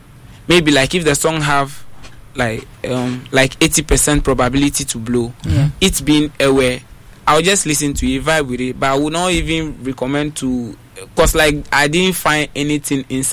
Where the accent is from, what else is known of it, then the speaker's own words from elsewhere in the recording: Volta, Ghana; I'm from Volta. So I just did one song in Ewe.